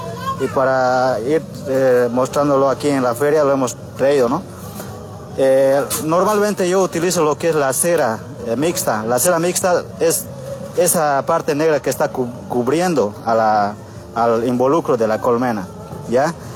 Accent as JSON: {"language": "Spanish", "town": "Vigarzama", "region": "Cochabamba", "country": "Bolivia", "said": "somos de Vigarzama, representando a Federación Quinta, de Azuapit Quinta, Carrasco Tropical, ¿no?"}